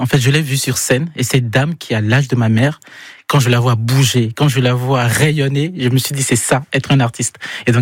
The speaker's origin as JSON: {"language": "French", "country": "Benin", "also_born_or_lived": "Cotonou / Paris", "moved": "yes", "lives_now": "Orléans, France", "said": "Alors, je viens du Bénin."}